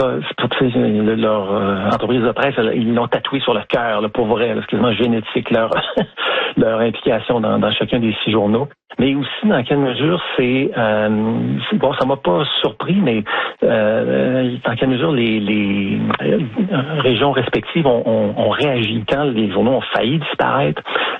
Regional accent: Montreal, Quebec, Canada; faut que je dise que je suis un Montréalais.

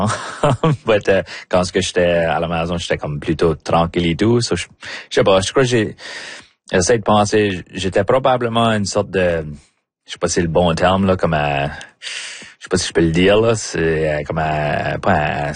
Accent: Memramcook, New Brunswick, Canada; On dirait c'est probablement des souvenirs d'être chez nous à Memramcook puis être de courir dans le champ en arrière de chez nous.

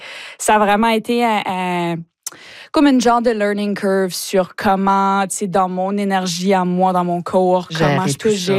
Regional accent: Chéticamp, Nova Scotia, Canada; Ouais, j'ai grandi à Chéticamp

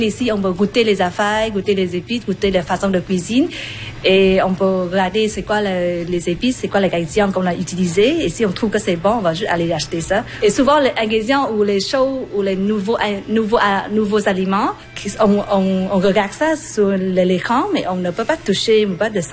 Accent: Vietnam; French is a second language; Je viens de Vietnam. Mais pour l'instant, je ne travaille pas. J'ai trois enfants.

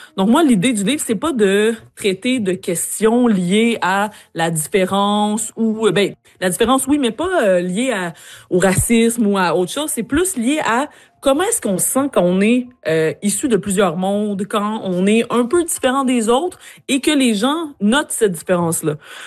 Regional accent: Ascot Corner, Quebec, Canada; Alors que moi, je viens de Ascot Corner, je viens de Majinga à Madagascar, je viens de Bejuka en Inde, puis je me retrouve en Madagascar

